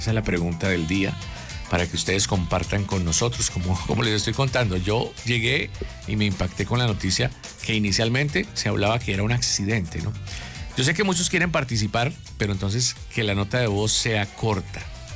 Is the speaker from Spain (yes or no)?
no; Bucaramanga, Santander, Colombia; Así que la invitación para que todos los bumangueses y como buenos colombianos nos unamos más fuertes que nunca.